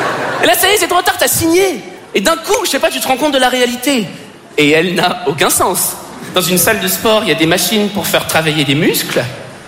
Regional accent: Paris, Île-de-France, France; Parce que je suis parisien et superficiel. Wouh! J'habite une ville, il fait gris 300 jours par an.

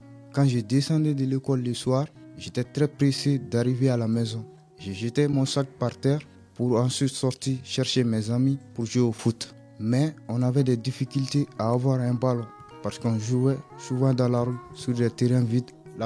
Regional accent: Guinea; now in France; j'ai 17 ans, je viens de Guinée-Conakry.

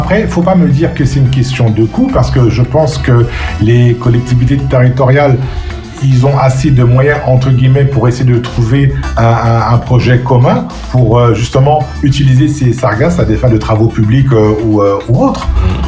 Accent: Guadeloupe; en tant que Guadeloupéen

